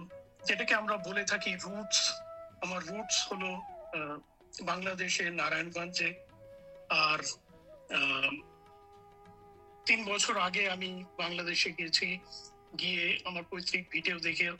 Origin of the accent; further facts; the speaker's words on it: Jorhat, Assam, India; born there; আমি আমার জন্ম হয় জোরহাটে। জোরহাট হলো আসামের একটা খুবই গুরুত্বপূর্ণ শহর।